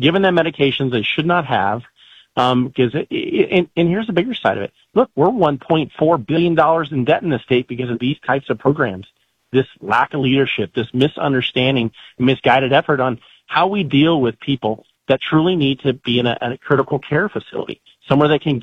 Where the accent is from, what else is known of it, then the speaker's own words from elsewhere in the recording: Colorado, United States; I grew up in Colorado